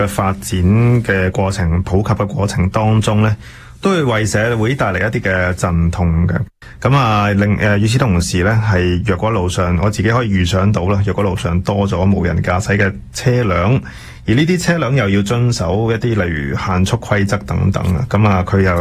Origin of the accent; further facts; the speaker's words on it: Canada; 我哋加拿大人揸車比較快啲啦